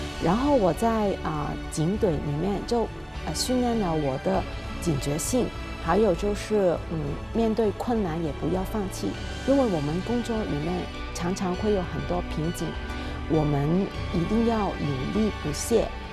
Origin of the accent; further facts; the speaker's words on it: Hong Kong; 也对我们香港那边一起说了